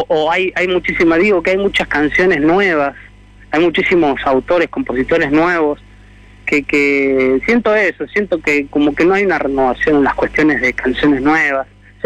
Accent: Correa, Santa Fe, Argentina; moved away as an adult; also born or lived in Rosario / Buenos Aires; empecé de chico en Correa

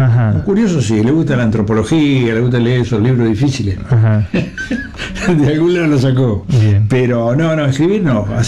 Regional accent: Villa Diego, Santa Fe, Argentina; mi niñez en Villa Diego, que es un tributo a mi lugar también

